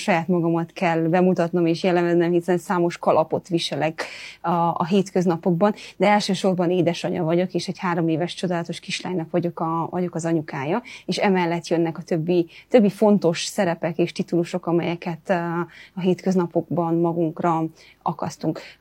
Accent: Sic, Cluj County, Romania; Nagyon büszke vagyok arra, hogy Széken születtem és Széken nőttem fel. Nagyon erős helyi identitással ruházott ez fel

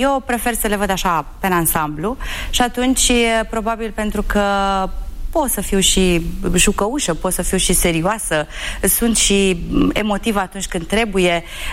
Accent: Drobeta-Turnu Severin, Mehedinți County, Romania; moved away as an adult; now in Bucharest, Romania; când am venit în București, eu în orașul meu natal nu am mers niciodată cu autobuzul. Și am venit cu trenul de la Severin până la București

